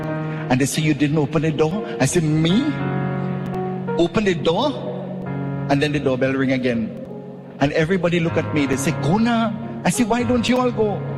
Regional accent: Trinidad & Tobago; Sir, where are you from? What country? I say, Trinidad and Tobago.

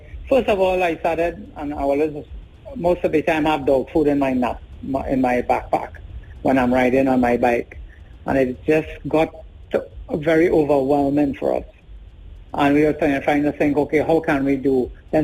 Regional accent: Trinidad & Tobago; because I'm from the West, I frequent Shagaramus a lot.

